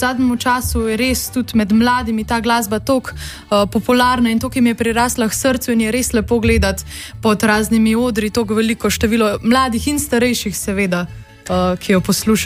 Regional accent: Reteče, Upper Carniola, Slovenia; jaz sem iz Reteč, zraven Škofje Loke.

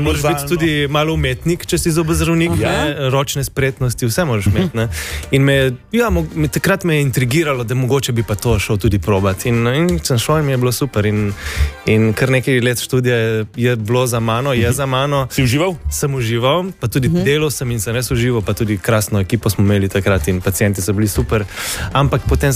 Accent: Ankaran, Slovenian Littoral, Slovenia; now in Ljubljana, Slovenia; Jaz izhajam oziroma prihajam, jaz sem odraščal v Ankaranu.

